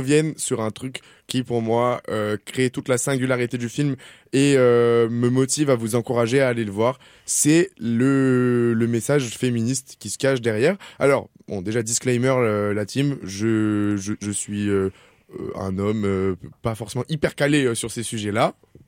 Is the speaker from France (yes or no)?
yes; France; je vous dis ça en tant que français